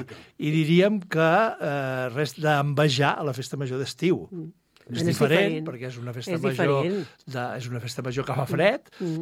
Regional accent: Cubelles, Catalonia, Spain; A veure, jo vinc del poble de Cubelles.

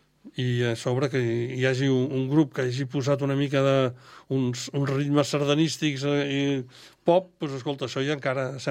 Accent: Barcelona, Catalonia, Spain; born there; Vaig néixer a Barcelona i he viscut... Bueno, he viscut a fora per estudis i tal, però sí, soc de Barcelona i visc a Barcelona. Soc dels privilegiats que visc a Barcelona.

